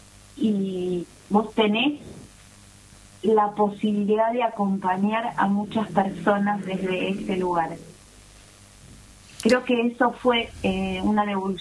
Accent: Buenos Aires Province, Argentina; provincia de Buenos Aires.

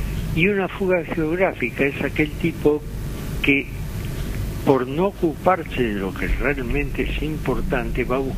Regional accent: Argentina; yo me crié en el Delta.

